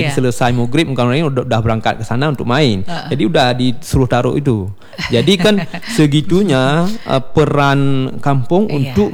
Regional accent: Bireuen, Aceh, Indonesia; moved away; Saya orang Birun, bukan asli orang sini ya.

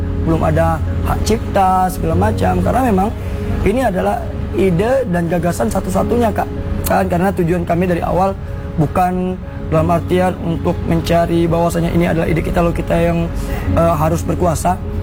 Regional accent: West Kalimantan, Indonesia; desa kami yang dulunya tidak banyak dikenal orang, desa kami yang dulunya pemuda ditanya tinggal di mana, tidak ada yang mau berkata tinggal di Sungai Kupah

